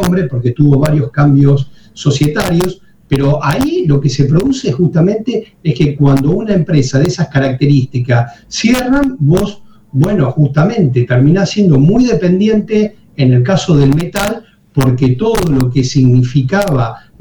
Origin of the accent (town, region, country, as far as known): Santa Fe province, Santa Fe, Argentina